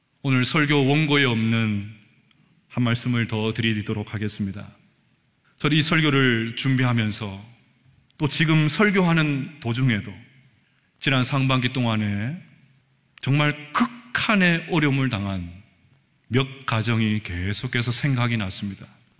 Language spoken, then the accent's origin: Korean; South Korea; 우리 한국 사람들